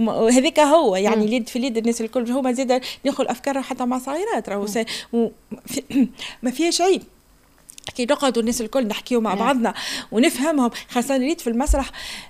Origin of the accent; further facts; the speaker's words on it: Tunisia; تونس تتطور، تونس تونس نتاعنا ونحبوها